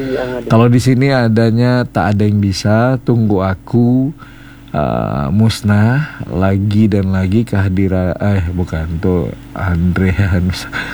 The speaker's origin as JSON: {"language": "Indonesian", "area": "Tapanuli", "region": "North Sumatra", "country": "Indonesia", "tie": "born there", "moved": "yes", "said": "Dari Tapanuli ya. Jauh. Senang banget kalau ada orang-orang yang kayaknya sudah maksudnya dari kampung saya gitu."}